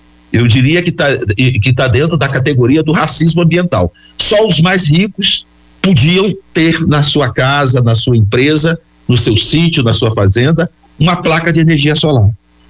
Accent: Altamira, Pará, Brazil; born or raised there

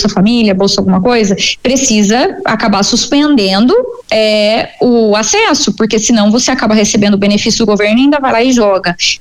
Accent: Brazil; como brasileira, né, eu vou lá e abro um CNPJ.

